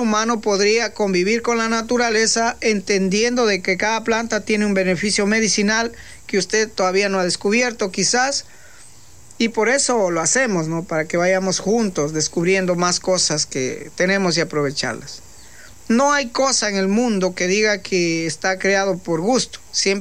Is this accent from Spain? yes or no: no; Ecuador; pudiendo ser nosotros como ecuatorianos, atraer el turismo, vivir el turismo y compartir algo que nosotros tenemos acá